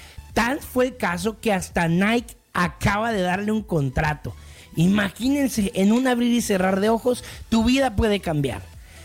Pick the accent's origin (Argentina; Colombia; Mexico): Mexico; Le dije, yo soy mexicano.